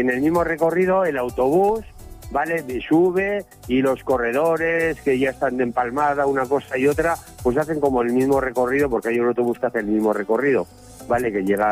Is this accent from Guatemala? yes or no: no; Pamplona, Navarre, Spain; aquí tenéis un Navarro Pamplónica